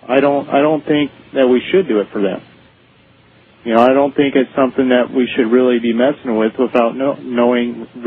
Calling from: San Diego, California, United States; I'm from San Diego.

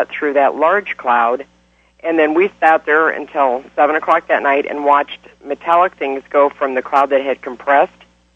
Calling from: Pahrump, Nevada, United States; I live in Pahrump.

